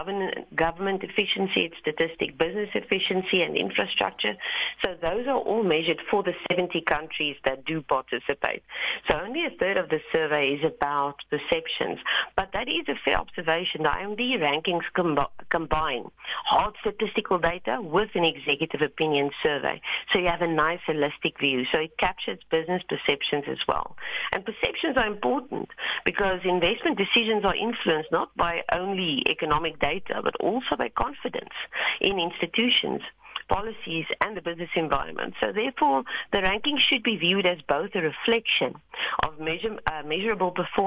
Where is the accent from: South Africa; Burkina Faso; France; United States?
South Africa; It just signifies areas where we as South African citizens, but as well as the government and the private sector, need to focus on areas of productivity